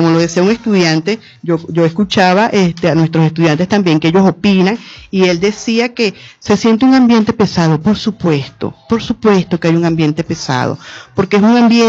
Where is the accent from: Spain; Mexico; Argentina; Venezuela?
Venezuela